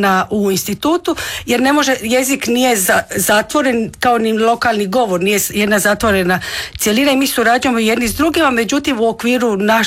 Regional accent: Croatia; accent: Neoshtokavian Ikavian; Pitali ste me za moj dijalekt, onda bi vam ja mogla reći da je moj novoštokavski i ika

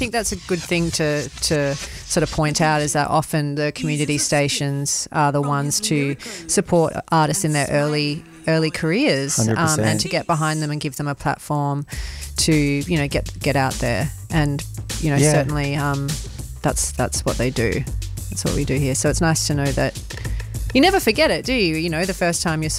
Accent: Perth, Western Australia, Australia; now in Melbourne, Australia; when I'm originally from Perth, I came to Melbourne, fell in love with PBS

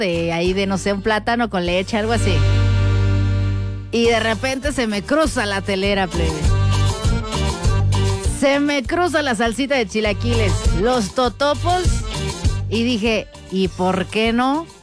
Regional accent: Mexico; como todo mexicano que se respeta

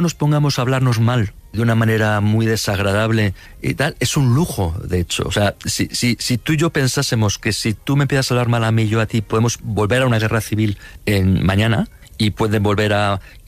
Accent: Spain; cómo es posible que en mi país hayamos acabado una guerra civil en el siglo pasado, yo qué sé, en el 36

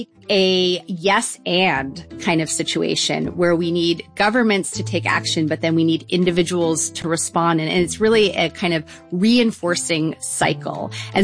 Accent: Canada; And, you know, as a Canadian, I am legally obligated to encourage people to seek out Quebec maple syrup

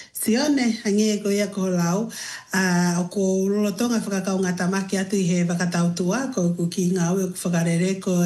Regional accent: Highlands, Papua New Guinea; We have very, fond memories growing up in Papua New Guinea.

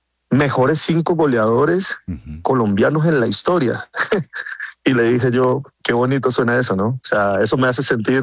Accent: Colombia; pues como colombiano y como jugador de fútbol activo, tuve la ilusión y tuve el deseo de poder estar.

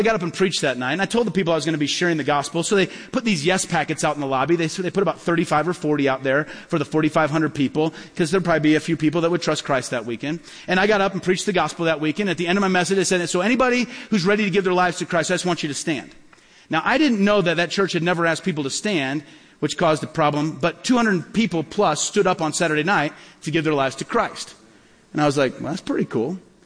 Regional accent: Peoria, Illinois, United States; born or raised there

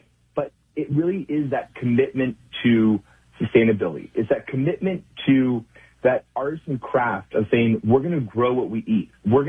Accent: California, United States; I'm from Sonoma County, so I'm going to humbly say a Sauvignon Blanc is beautiful with this

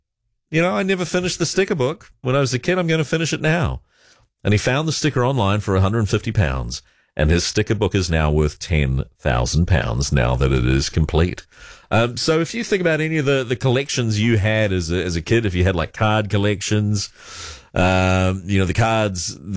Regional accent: New Zealand; born there; also born or lived in Malaysia; growing up, when we moved back to New Zealand, having lived in Malaysia, where I really, even though I was born in New Zealand, where I didn't feel especially New Zealand-like

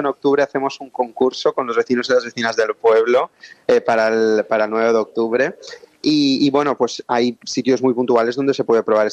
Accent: Potries, Valencian Community, Spain; yo me puedo desplazar a Valencia, la tengo a una hora en coche, o si me voy a Gandía cojo el tren y tal, pero hay mucha gente de mi pueblo que no puede tener esas experiencias

